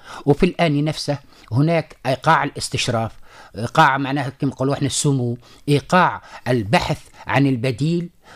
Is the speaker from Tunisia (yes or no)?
yes; Sahel, Tunisia; also born or lived in Moscow; عندنا في الساحل